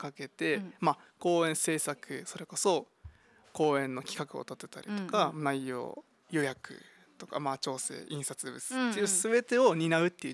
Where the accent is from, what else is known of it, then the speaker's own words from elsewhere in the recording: Urasoe, Okinawa, Japan; 自分が浦添出身なので